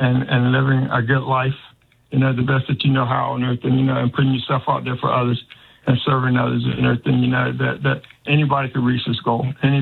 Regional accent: United States; born there; I don't consider myself an African-American. I was born here in America. So I'm just a black American.

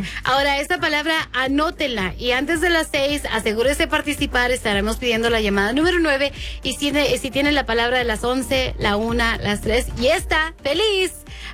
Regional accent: Mexico; now in Albuquerque, United States; nosotros somos mexicanos aquí

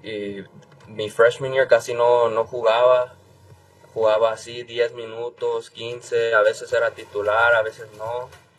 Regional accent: California, United States; yo nunca me he movido de California, nunca he. Lo más lejos que me fui fue a San José de Hayward, o sea, 30 minutos.

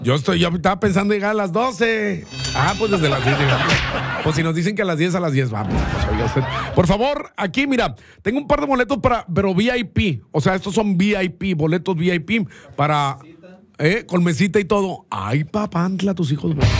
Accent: Monterrey, Nuevo León, Mexico; born there; la zona metropolitana de Monterrey, Nuevo León, México, tierra que me vio nacer.

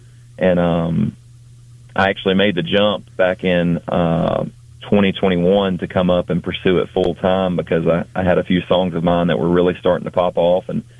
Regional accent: Alabama, United States; I was from South Alabama.

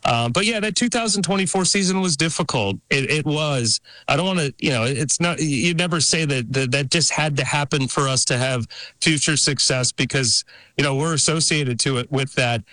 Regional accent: Detroit, Michigan, United States; born or raised there

